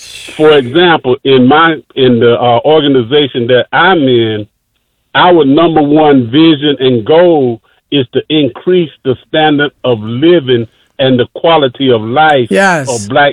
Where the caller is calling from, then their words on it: Florida, United States; I'm from Florida.